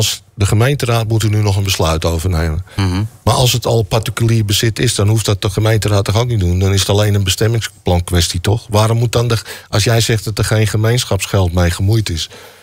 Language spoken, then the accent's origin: Dutch; Dronten, Flevoland, Netherlands; Ik kom uit Dronten, dus ik heb daar minder mee. Almere kan daar meer van vinden dan ik als Drontenaar van vind.